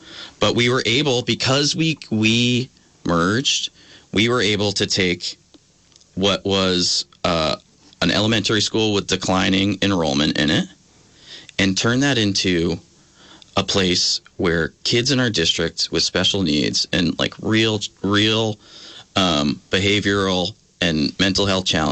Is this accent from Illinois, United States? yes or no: no; Essex Junction, Vermont, United States; when I was growing up in Essex Junction, my parents moved to that district because it was the best school system in the country, practically.